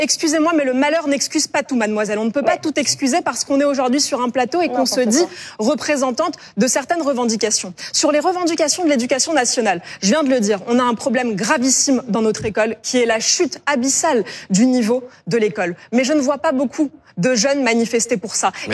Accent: Île-de-France, France; Moi j'ai grandi en Seine-Saint-Denis, vous n'allez pas m'apprendre mon département, monsieur Ruffin, ça n'est pas vous qui allez m'apprendre mon département.

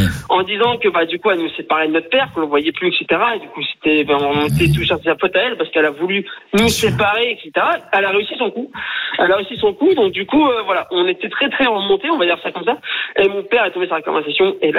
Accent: Hauts-de-France, France; pardon, je suis du Nord, mais rien de tout ça.

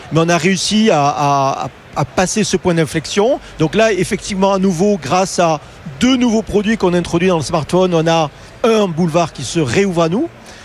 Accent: France; Non, honnêtement, c'est pas parce que je suis français que je le dis

